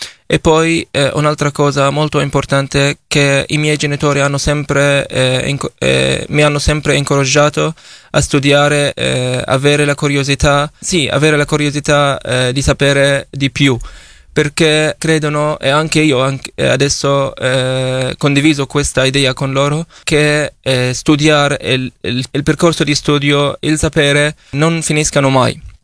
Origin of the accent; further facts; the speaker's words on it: Rafah, Gaza Strip, Palestine; Italian is a second language; moved away as an adult; now in Italy; sono nato a Rafah, nella Striscia di Gaza, il 12 settembre 2004. Vengo dalla Palestina, della città di Rafah.